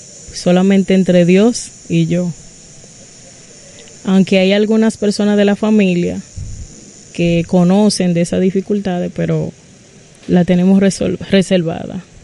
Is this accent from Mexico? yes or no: no; Santo Domingo, Dominican Republic; born there; yo nací en Santo Domingo.